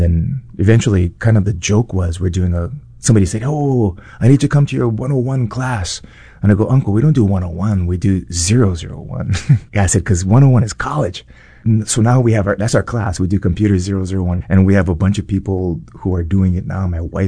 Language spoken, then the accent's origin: English; Kailua, Hawaii, United States; You know, I grew up on Oahu, in Kailua, and you know, we moved over to Molokai.